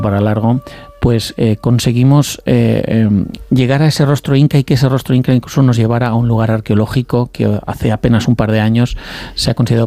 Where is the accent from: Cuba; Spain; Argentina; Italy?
Spain; yo he tenido esa sensación, imagínate, como español blanquito que llega allí